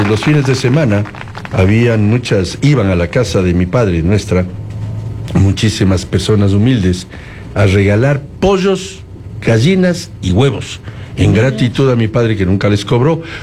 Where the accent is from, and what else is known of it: Ecuador